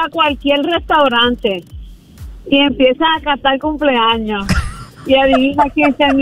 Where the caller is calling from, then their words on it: Bayamón, Puerto Rico; Ah, sí, de Bayamón.